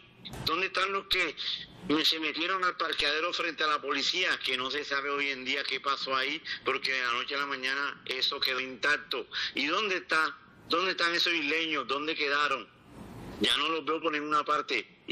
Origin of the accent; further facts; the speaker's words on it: San Andrés, San Andrés, Providencia and Santa Catalina, Colombia; aquí prácticamente me crié y nací, y como no nací, pero me crié aquí en San Andrés hace 35 años.